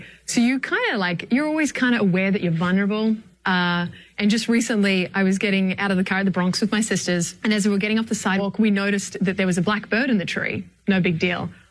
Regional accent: Australia; You know, I grew up in Australia, as you've figured out by now.

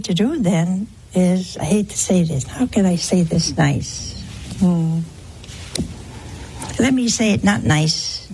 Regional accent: Ohio, United States; Oh, hey, that's my home state.

